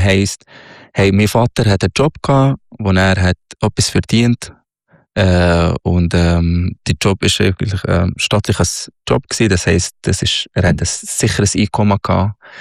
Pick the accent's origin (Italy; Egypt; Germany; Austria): Egypt; Minya, Minya Governorate; Ich bin im Oberägypten aufgewachsen, am Nildelta, in Elmenia, das ist 3 Stunden südlich von Kairo, die Hauptstadt. In einem ja, sehr traditionelles Dorf, sozusagen, aber Dorf.